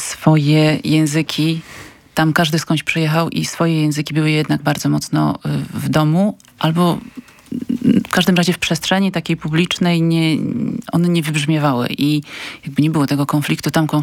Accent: Recovered Territories, Poland; Tak, ja mieszkam, pochodzę z terenów tak zwanych ziem odzyskanych.

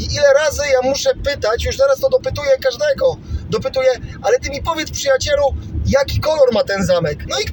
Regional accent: Nidzica, Warmian-Masurian Voivodeship, Poland; Ile ja razy muszę się ludziom natłumaczyć? Mówię, jestem z Nidzicy.

